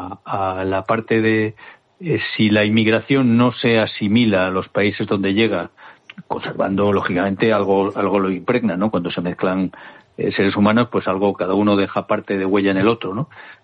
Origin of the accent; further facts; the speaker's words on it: Spain; así como los españoles somos bastante homogéneos dentro de un orden